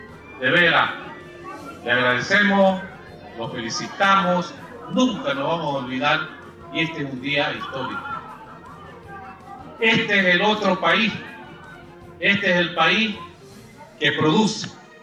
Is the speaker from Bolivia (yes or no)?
yes; Vallegrande, Santa Cruz, Bolivia; En nombre de mi pueblo, en nombre de Valle Grande y los valles, bienvenido a este rincón de Bolivia.